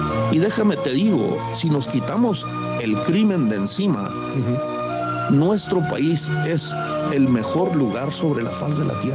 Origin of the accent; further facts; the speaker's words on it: Chihuahua, Mexico; born there; realmente me considero un mexicano. Yo nací en Chihuahua y yo pudiendo salir del país, no lo he hecho porque yo amo a México y tengo sangre indígena de hecho.